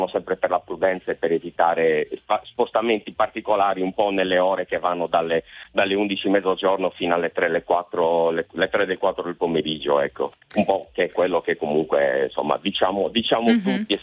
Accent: Sardinia, Italy; born there; da quando siamo nati in Sardegna

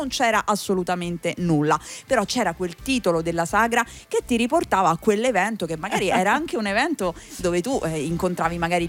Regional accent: Ariccia, Lazio, Italy; born there; vengo da Riccia

